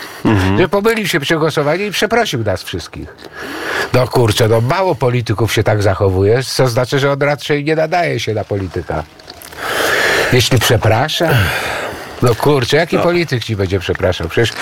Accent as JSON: {"language": "Polish", "country": "Greece", "moved": "yes", "lives_now": "Poland", "said": "jestem Grekiem"}